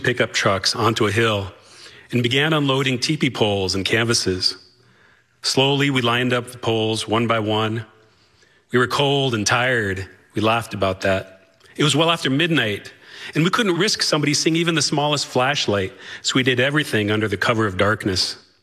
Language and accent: English; South Dakota, United States; now in Lincoln, United States; I grew up in South Dakota. I live now in Lincoln.